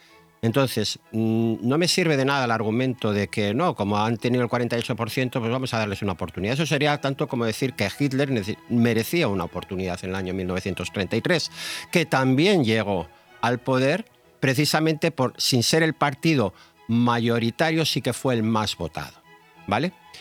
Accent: Spain; Como español y como europeo

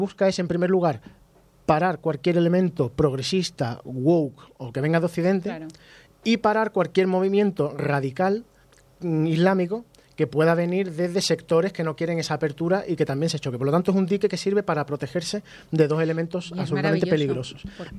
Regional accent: Spain; para nosotros como españoles

